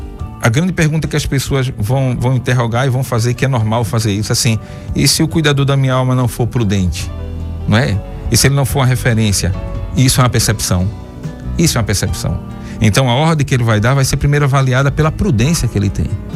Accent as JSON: {"language": "Portuguese", "region": "Pernambuco", "country": "Brazil", "moved": "yes", "said": "lá no meu estado, Pernambuco"}